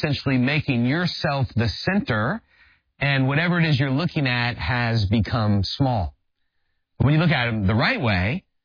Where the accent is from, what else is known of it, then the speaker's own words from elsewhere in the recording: New Orleans, Louisiana, United States; So I grew up in the New Orleans area. LSU was the college team that we rooted for.